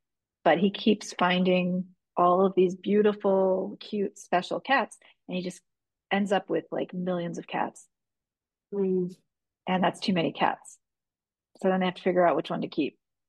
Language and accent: English; Hudson, New York, United States; I'm the director of the Hudson Area Library, and I'm also from Hudson.